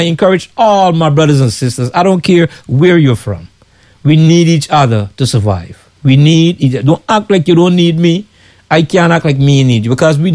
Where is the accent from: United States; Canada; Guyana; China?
Guyana; I'm from Guyana, South America, the only English speaking in the South Americas, you know. We're not Caribbean people, but we're Americans, yes, we are.